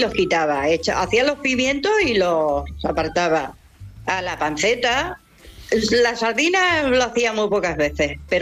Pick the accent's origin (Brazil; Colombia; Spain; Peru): Spain; Málaga, Andalusia; Sí. Y yo soy de Málaga.